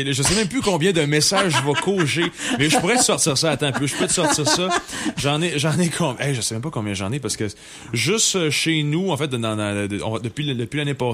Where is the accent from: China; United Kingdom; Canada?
Canada; La Malbaie, Quebec; Je viens de la Malbaie dans Charlevoix, puis c'est quelque chose que je tiens beaucoup. Mes racines sont très importantes pour moi.